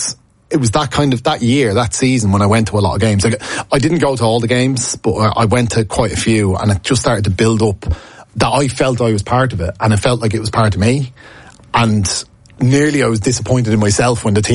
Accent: County Dublin, Ireland; And I'm from Rathgull, so they're my local professional club.

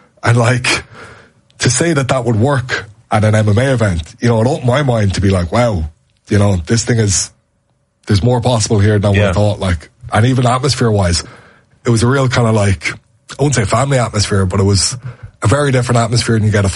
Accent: Ireland; because I'm an Irish guy and it was in Germany and it was an Irish guy fighting a Slovakian.

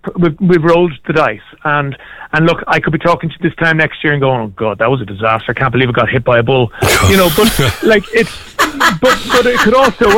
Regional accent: Dublin, Leinster, Ireland; moved away as an adult; now in Spain; I'm a very proud Dub. I love Dublin.

